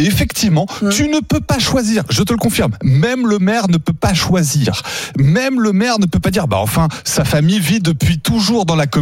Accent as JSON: {"language": "French", "country": "France", "said": "Il n'y a plus de raison que j'ai une solidarité avec ceux qui sont français comme moi."}